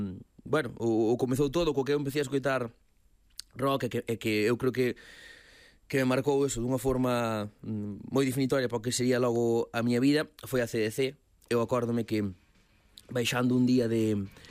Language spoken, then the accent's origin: Galician; Galicia, Spain; eu son da Mariña, están ali miña nai e miña irmá